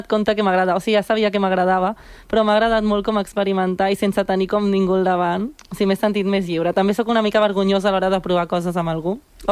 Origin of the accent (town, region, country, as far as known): Sant Cugat del Vallès, Catalonia, Spain